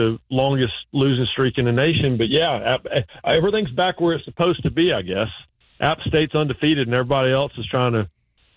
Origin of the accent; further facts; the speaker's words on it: Raleigh, North Carolina, United States; I grew up in Raleigh. I grew up in Raleigh, huge State fan.